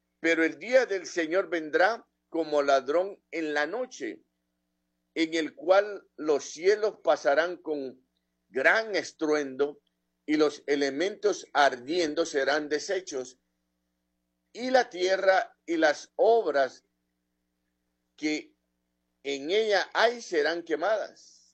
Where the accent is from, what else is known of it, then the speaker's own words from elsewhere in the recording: El Salvador; moved away; acabo de regresar, no necesito decirlo, pero tengo casi 20 meses de estar aquí en mi país, El Salvador